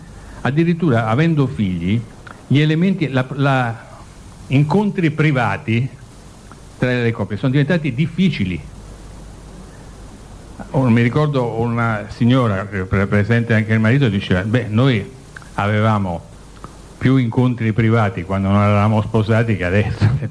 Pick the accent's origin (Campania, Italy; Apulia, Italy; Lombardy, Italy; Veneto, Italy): Lombardy, Italy; Milan; nel luogo dal quale vengo, da Milano o da qualunque altro centro